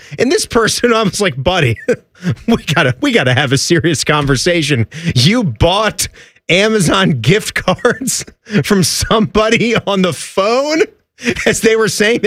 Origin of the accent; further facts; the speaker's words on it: Virginia, United States; We're from Virginia.